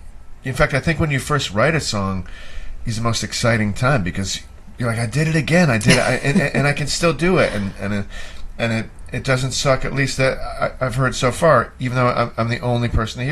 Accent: Buffalo, New York, United States; moved away as an adult; I grew up in Buffalo, New York.

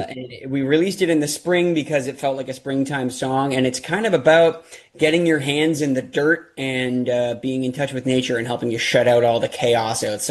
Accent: Ontario, Canada; now in United States; I'm originally from Canada, from outside of Toronto. And when I moved, when I first came down to Pennsylvania to hang out with Rose

